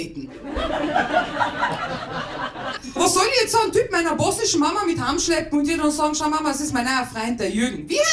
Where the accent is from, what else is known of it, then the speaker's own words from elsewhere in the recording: Carinthia, Austria; now in Vienna, Austria; habe ich Migrationshintergrund, ich komme aus Kärnten.